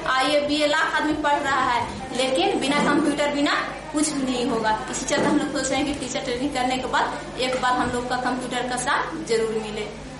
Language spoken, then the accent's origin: Hindi; Deo, Bihar, India; मैं देव की रहने वाली हूँ, मैं यहाँ की गर्ल हूँ